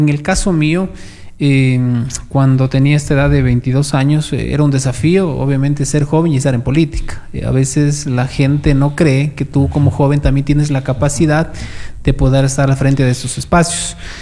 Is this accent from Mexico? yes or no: no; Quinara, Loja, Ecuador; mi parroquia de Quinara, yo soy nacido en Quinara.